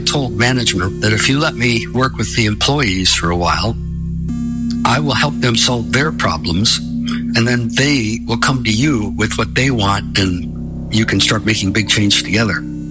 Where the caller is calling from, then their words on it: Port Townsend, Washington, United States; And I'm calling from Port Townsend, Washington.